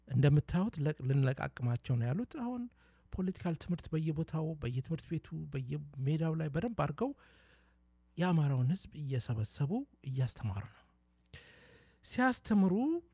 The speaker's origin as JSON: {"language": "Amharic", "region": "Dire Dawa", "country": "Ethiopia", "tie": "born or raised there", "second_language": "Amharic", "said": "ቢሆንም ለመናገር አቅተኛ በኦሮምኛውን ሞክራለሁ ሶማሊኛውን ሞክራለሁ። ለምን ድሬ ተወልጄ ያደኩኝ ሁሉንም እንደዛው እንዋደዳለን እንወዳለን።"}